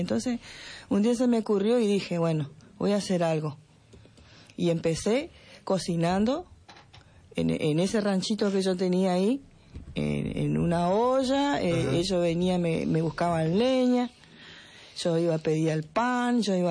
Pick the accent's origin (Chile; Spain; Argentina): Argentina; yo soy de Belén